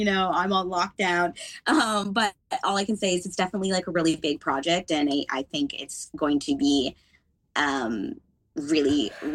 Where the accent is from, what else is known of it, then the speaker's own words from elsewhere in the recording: Canada; And I feel really proud as a Canadian too.